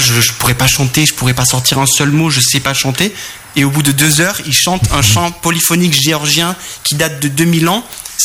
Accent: Nouvelle-Aquitaine, France; moved away; moi, je viens du Pays Basque, dans le sud.

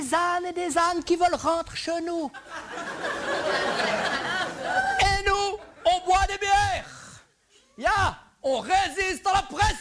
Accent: Grand Est, France; Et finit chez nous en Alsace.

